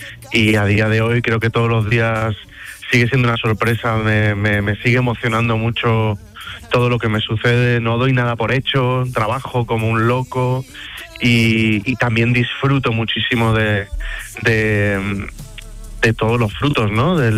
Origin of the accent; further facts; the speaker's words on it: Spain; ahora por fin en mi casa, en mi tierra, en España